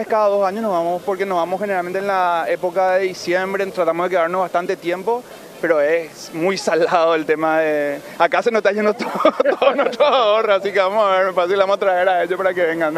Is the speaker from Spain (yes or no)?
no; Paraguay; now in Washington, D.C., United States; Seguimos toda la transmisión acá con todos los paraguayos que vinimos de Washington, D.C.